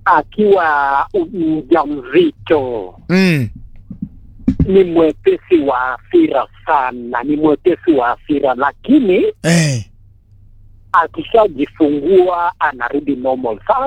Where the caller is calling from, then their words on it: Eldoret, Uasin Gishu County, Kenya; kutoka hapa Eldoret.